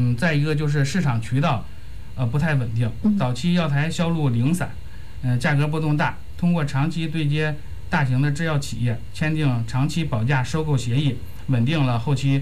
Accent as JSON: {"language": "Chinese", "area": "Chengde", "region": "Hebei", "country": "China", "tie": "born or raised there", "said": "我是土生土长的本地人，亲眼见证过过去村子的贫穷落后"}